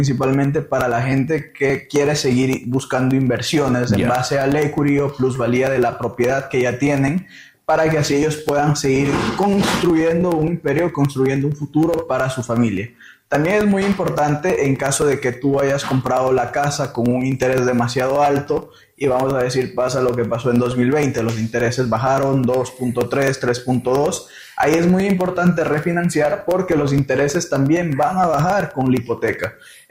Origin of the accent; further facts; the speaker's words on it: Ecuador; Yo soy de Ecuador.